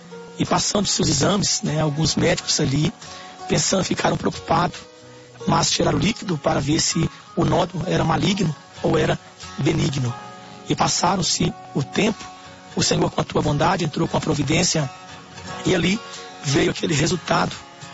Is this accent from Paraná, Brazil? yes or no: no; Belo Horizonte, Minas Gerais, Brazil; Eu sou da cidade de Belo Horizonte, pertenço à Igreja Pentecostal Deus e Amor.